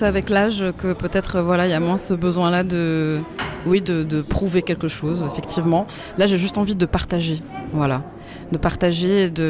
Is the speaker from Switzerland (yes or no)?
yes; Switzerland; je suis belge et congolaise de sang, mais j'ai grandi en Suisse toute ma vie.